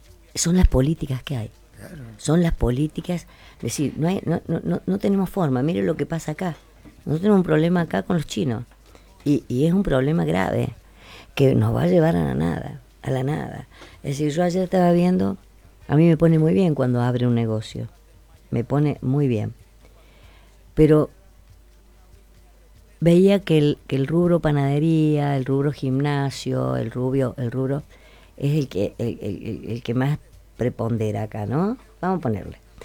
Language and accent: Spanish; Argentina